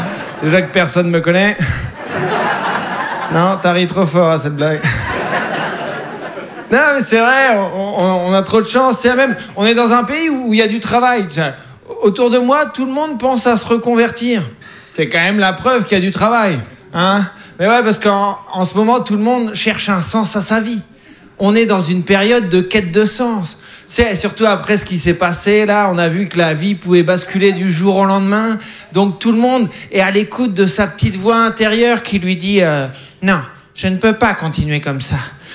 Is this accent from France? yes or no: yes; France; Je suis un spécimen rare, je suis un Français content.